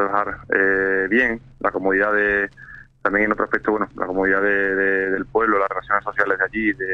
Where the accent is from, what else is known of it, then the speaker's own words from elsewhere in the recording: Baena, Andalusia, Spain; yo soy de Baena, de un pueblo de Córdoba